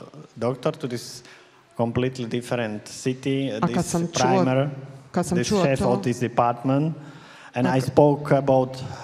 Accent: Banská Bystrica, Banská Bystrica Region, Slovakia; English is a second language; my city where I am from Banska Bystrica.

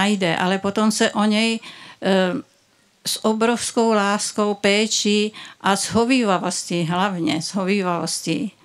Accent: Brno, South Moravian Region, Czechia; Byla veřejná, a přímo v Brně, tam, odkud pocházím, kde bydlím, byla veřejná přednáška.

